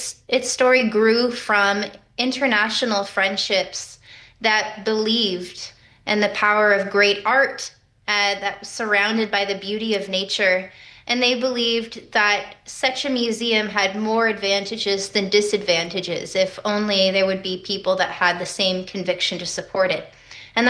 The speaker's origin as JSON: {"language": "English", "region": "California", "country": "United States", "tie": "born or raised there", "moved": "yes", "said": "I grew up in California"}